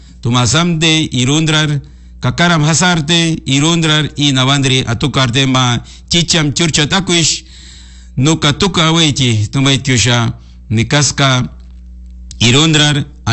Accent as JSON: {"language": "Spanish", "region": "Morona Santiago", "country": "Ecuador", "second_language": "Spanish", "said": "con mi pueblo de Morona Santiago."}